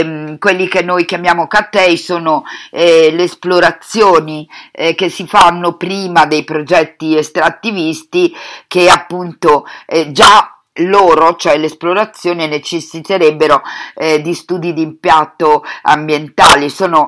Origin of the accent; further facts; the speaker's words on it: Buenos Aires, Argentina; incluse io e Lu, che veniamo appunto da Buenos Aires.